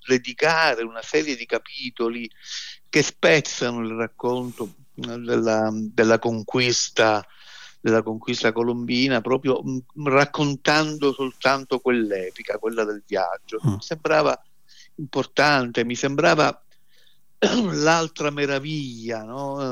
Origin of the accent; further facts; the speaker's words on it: Palermo, Sicily, Italy; moved away; sono nato a Palermo